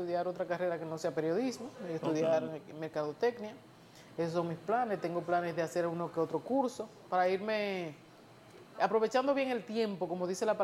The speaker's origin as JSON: {"language": "Spanish", "town": "Neiba", "region": "Baoruco", "country": "Dominican Republic", "moved": "yes", "said": "Neiva, yo soy de Estero de Neiva."}